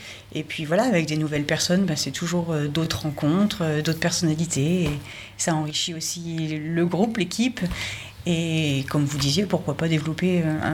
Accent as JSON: {"language": "French", "region": "Hauts-de-France", "country": "France", "tie": "born or raised there", "said": "Moi je suis native d'ici. On est parti de Largny-sur-Automne. On a suivi l'automne en fait, jusqu'à Béthisy-Saint-Pierre."}